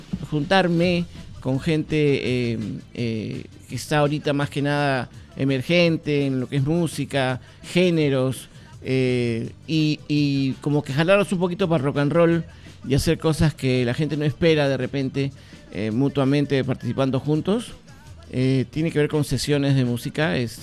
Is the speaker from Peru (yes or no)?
yes; Peru; en mi Perú, en mi país